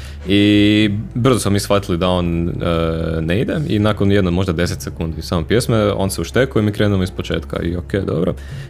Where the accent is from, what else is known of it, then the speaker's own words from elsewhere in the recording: Croatia; kao Hrvati